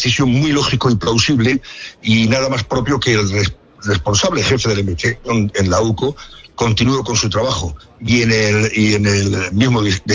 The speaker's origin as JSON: {"language": "Spanish", "region": "Andalusia", "country": "Spain", "said": "Yo soy de la Sierra de Segura, Cazor de las Villas, del Parque Natural, y de verdad que todos los incendios los vivimos como si fueran nuestros."}